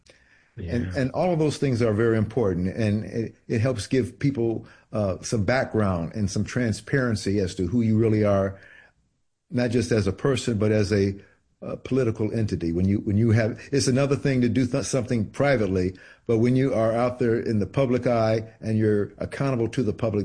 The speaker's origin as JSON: {"language": "English", "town": "Detroit", "region": "Michigan", "country": "United States", "tie": "born or raised there", "also_born_or_lived": "Virginia / Southern California", "moved": "as an adult", "lives_now": "Bay Area, California, United States", "said": "I was born in Virginia, grew up in Detroit, Michigan, working class community."}